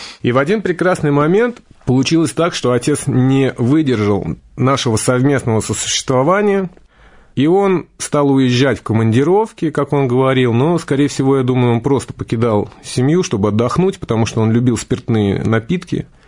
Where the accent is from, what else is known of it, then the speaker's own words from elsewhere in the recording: Moscow, Russia; Да, мы москвичи